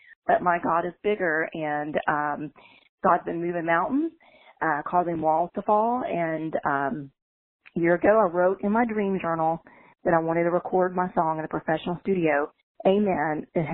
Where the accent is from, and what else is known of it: Kentucky, United States; born there; now in Jacksonville, United States